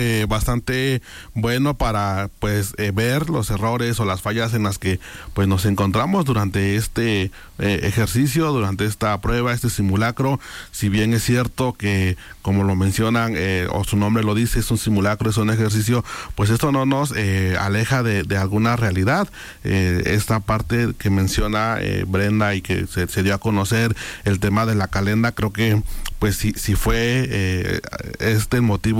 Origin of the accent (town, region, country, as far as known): Mexico